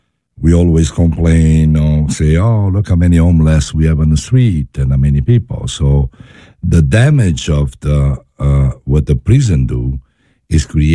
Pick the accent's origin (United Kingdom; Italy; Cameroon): Italy; Naples, Campania; English is a second language; moved away as an adult; also born or lived in Milan; now in United States; born in Naples and raised in Napoli. In Milano.